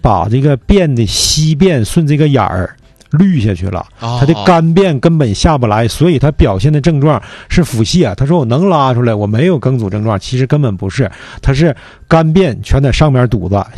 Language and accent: Chinese; Changchun, Jilin, China; accent: Northeastern (Changchun) dialect; 这个我们东北话了，东北话长春话